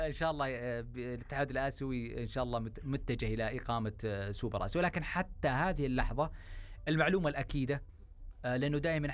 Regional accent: Saudi Arabia; اليوم احنا عندنا في السعوديه

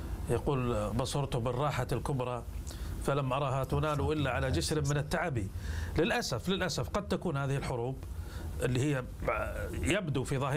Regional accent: Sudan; أم أنه يعني أوكي إحنا سودانيين، يعني إيش سودانيين؟

